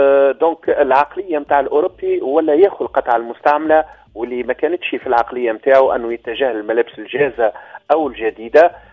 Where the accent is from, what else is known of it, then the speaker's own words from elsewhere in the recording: Tunisia; نحن في تونس ولا حتى شتاء ما يجيناش شتاء متاع قبلك،